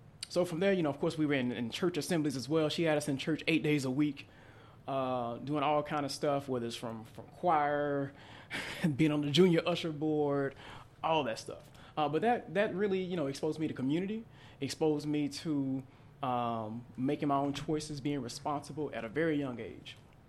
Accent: Centerville, Mississippi, United States; born there; also born or lived in Jackson, Mississippi / Woodville, Mississippi

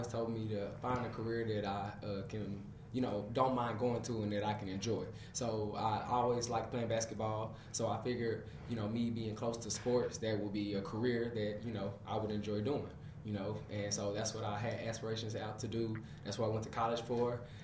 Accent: Little Rock, Arkansas, United States; I'm a full-time personal trainer. I grew up here in Little Rock, Arkansas. Went to Central High.

